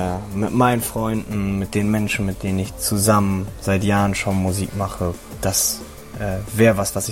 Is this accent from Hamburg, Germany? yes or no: yes; Hamburg, Germany; Ich komme aus dem wunderschönen Hamburg.